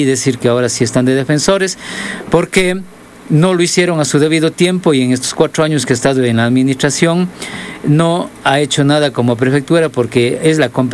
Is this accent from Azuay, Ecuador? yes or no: yes; Molleturo, Azuay, Ecuador; yo vengo de uno de los territorios como parte de la dirigencia de la FOA y vengo desde Molleturo